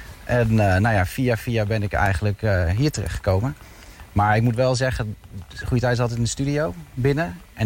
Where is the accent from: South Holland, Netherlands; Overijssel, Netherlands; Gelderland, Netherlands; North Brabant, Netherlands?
Overijssel, Netherlands; We zijn vlakbij het Hulsbeek en dat was echt. Ik ging daar vroeger kanoën met mijn ouders en mijn broertje. Dus het is een beetje thuiskomen.